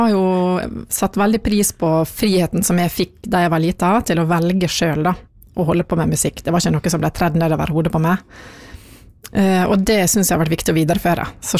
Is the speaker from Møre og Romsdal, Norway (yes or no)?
yes; Ålesund, Møre og Romsdal, Norway; now in Nesodden, Norway; jeg har vokst opp i Ålesund, og jeg er 100% sunnmøring, men pappa min er fra Molde. Og mamma min er fra Fjelltun da.